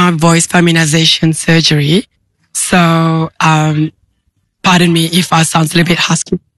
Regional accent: Malaysia; And it's so close to my heart because I'm from Malaysia too. So I remember all the songs.

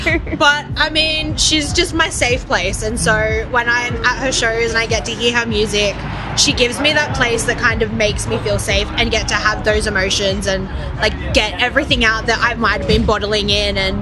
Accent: Sydney, New South Wales, Australia; No, I'm from Sydney. I'm just traveling for the tour.

